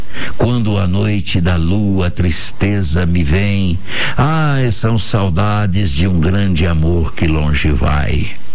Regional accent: Bandeirantes, Mato Grosso do Sul, Brazil; now in Campo Grande, Brazil; hoje eu estou aqui na cidade grande também ouvindo você. Então, me lembra também a infância da gente lá em Bandeirantes, minha terra natal.

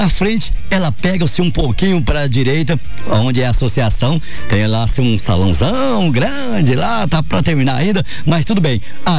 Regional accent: Mato Grosso, Brazil; não somos paulistas, rapaz. Nós somos, né? Somos mato-grossenses.

